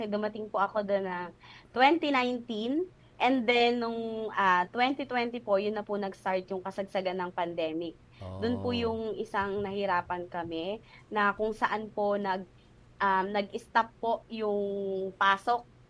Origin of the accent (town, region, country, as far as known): Bongabon, Central Luzon, Philippines